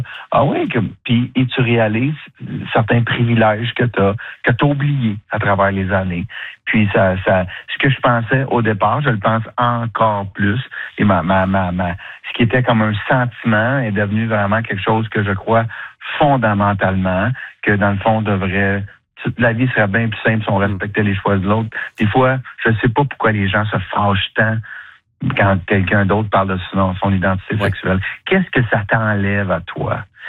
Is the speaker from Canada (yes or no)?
yes; Drummondville, Quebec, Canada; moi je viens de Drummond, je l'ai dit, là.